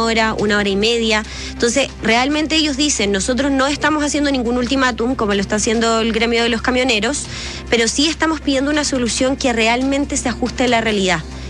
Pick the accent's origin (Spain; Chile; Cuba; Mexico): Chile; yo no soy santiaguina y cuando viajo a mi región lo noto, porque yo vivo en un pueblo muy pequeño